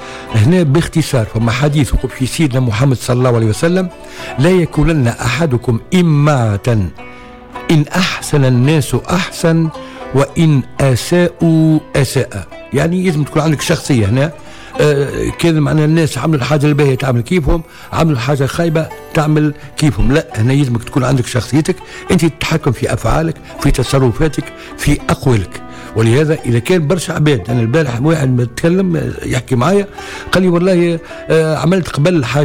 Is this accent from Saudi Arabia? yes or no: no; Tunisia